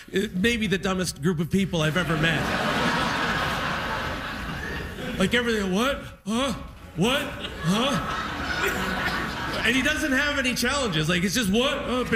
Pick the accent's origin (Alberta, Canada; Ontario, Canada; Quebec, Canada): Ontario, Canada; Niagara-on-the-Lake; Thank you, Niagara-on-the-Lake, my hometown.